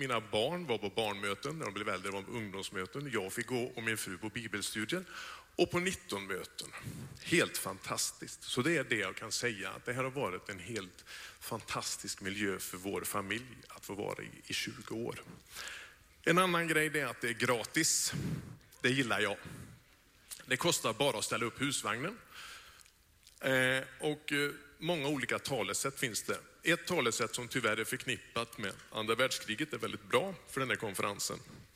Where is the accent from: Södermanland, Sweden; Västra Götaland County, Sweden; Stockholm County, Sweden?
Västra Götaland County, Sweden; Gillsta; Just Gillsta, där jag kommer ifrån, där har vi en liten ekumeniaförsamling. Vi är 28 medlemmar.